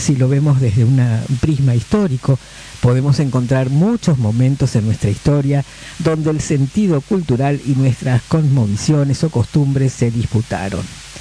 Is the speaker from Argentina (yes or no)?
no; Paraguay